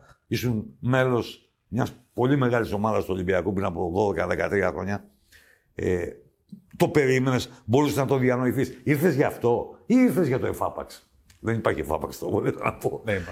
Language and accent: Greek; Amari, Crete, Greece; Στο χωριό μου εδώ, στο Αμάρι, έτσι το λένε.